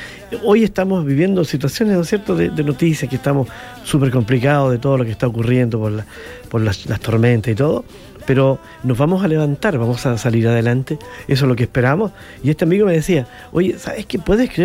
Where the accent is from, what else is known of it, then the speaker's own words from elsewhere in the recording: Chillán, Ñuble, Chile; Yo estoy muy feliz de ser chileno primero. Sí, ¿sabes? Yo me voy con la camiseta con Chile, con Chillán, siempre lo he dicho. Tengo en mi corazón Chillán. También Chillán viejo. Me encanta mi ciudad.